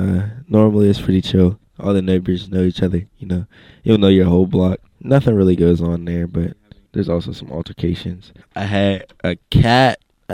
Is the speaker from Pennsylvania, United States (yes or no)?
yes; Pittsburgh, Pennsylvania, United States; born there